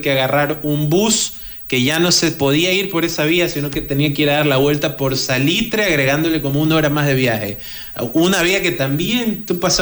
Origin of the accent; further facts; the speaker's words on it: Babahoyo, Los Ríos, Ecuador; now in Guayaquil, Ecuador; yo viajaba de Babahoyo acá a Guayaquil, porque yo soy de Babahoyo originalmente.